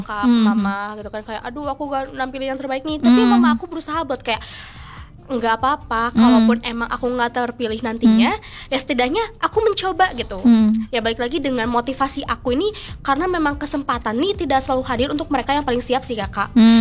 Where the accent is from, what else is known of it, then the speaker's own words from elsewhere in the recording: Sukabumi, West Java, Indonesia; Aku dari Sukabumi.